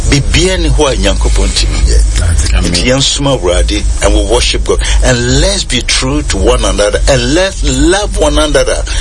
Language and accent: English; Tamale, Northern Region, Ghana; also born or lived in Jindi; I come from a very poor family. Even though my parents were shanties and I was raised up in Jindi and Tamale, but I served the Lord.